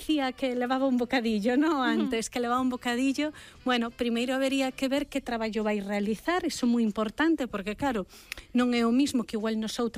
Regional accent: Moeche, Galicia, Spain; Claro, sendo galegos, eu sendo de Moeche, quitar o pan máis as patacas, isto non

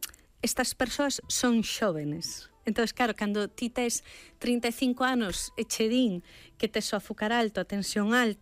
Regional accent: Galicia, Spain; Vou che responder como moi galega.

